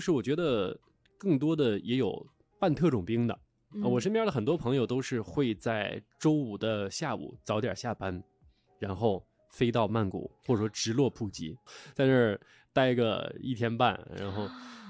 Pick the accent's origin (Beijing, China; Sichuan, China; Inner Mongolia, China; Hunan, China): Inner Mongolia, China; 我的家乡内蒙古啊，就是大多数的招牌上除了中文、英文还有蒙语